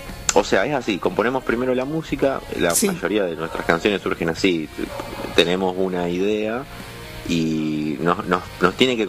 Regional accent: Rojas, Buenos Aires Province, Argentina; now in Rosario, Argentina; un rojense. En este caso sería yo, pero hace 10 años ya que vivo en Rosario.

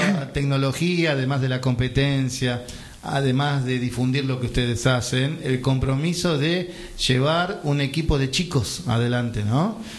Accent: Boulogne Sur Mer, Buenos Aires Province, Argentina; Un orgullo para todos los que somos de Boulogne y también para los que somos de San Isidro.

